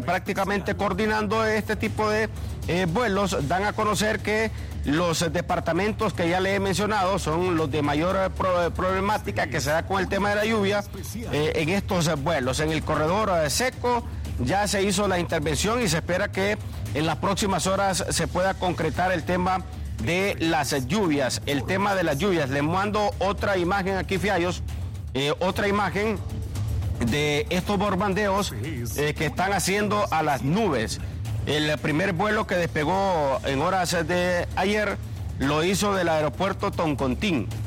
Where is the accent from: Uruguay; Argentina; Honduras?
Honduras; Está lloviendo en mi pueblo, Arica